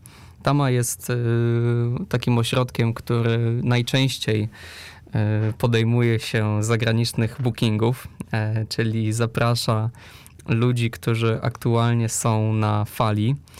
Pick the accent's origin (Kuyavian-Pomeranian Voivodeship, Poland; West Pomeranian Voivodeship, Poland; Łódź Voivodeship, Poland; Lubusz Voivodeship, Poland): West Pomeranian Voivodeship, Poland; Szczecin; moved away as an adult; now in Poznań, Poland; pochodzę jednak z miejscowości, która trochę jest ofiarą bliskości do Berlina. Chodzi tutaj o Szczecin.